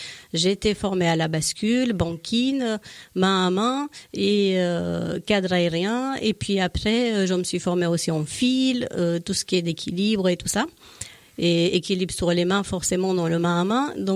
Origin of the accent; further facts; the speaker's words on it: Romania; moved away as an adult; now in France; Moi, je viens de Roumanie